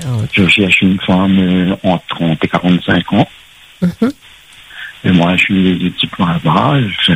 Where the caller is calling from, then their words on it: Saint-Paul, Réunion; je suis de Saint-Paul.